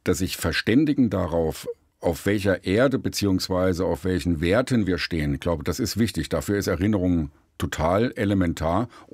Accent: Thuringia, Germany; in Halle an der Saale oder in Südthüringen, wo ich herkomme, also im ehemaligen Bezirk Suhl, war die Grenze da und das Leben war in der DDR vorgeformt bzw. vorgeprägt.

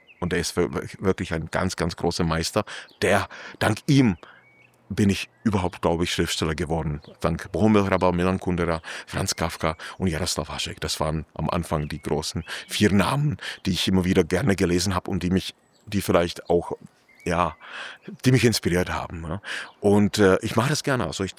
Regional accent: Bohemia, Czechia; Ich komme ja auch aus Böhmen und Prag ist voll von solchen Geschichten

